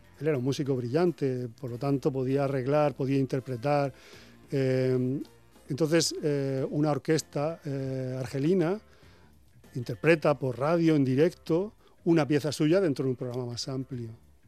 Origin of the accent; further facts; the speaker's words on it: Almoradí, Valencian Community, Spain; Yo soy de un pueblo de Alicante que se llama Almoradí, y este era el campo de Albatera.